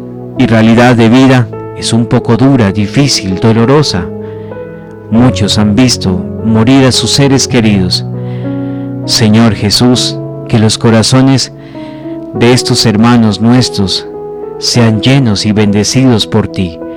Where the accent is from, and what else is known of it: Colombia